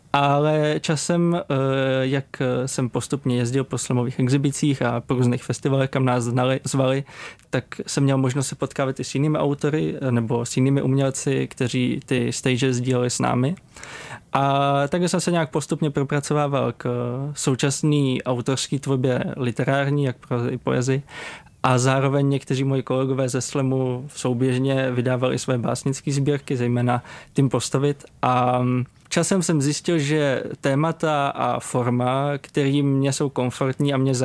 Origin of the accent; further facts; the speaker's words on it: Jablonec nad Nisou, Liberec Region, Czechia; Asi úplně na začátku bylo to, že jsem vyrůstal v Jablonci nad Nisou, což je hezké město, rád se tam vracím